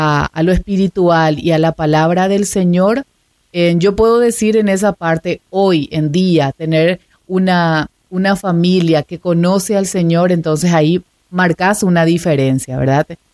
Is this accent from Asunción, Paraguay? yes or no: yes; Asunción, Paraguay; now in Filadelfia, Paraguay; Nací en Asunción.